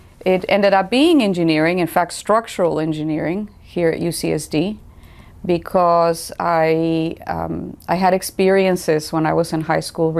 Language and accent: English; Tijuana, Baja California, Mexico; I grew up in Tijuana, so right across the border from San Diego.